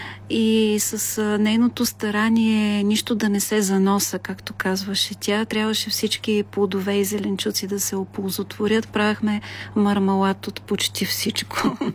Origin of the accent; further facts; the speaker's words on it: Novo Selo, Ruse Province, Bulgaria; moved away; това е Северна България, около Русе, на 20-тина километра, родното ми село, Ново село, в което не съм се връщала по ред причини от 9 години.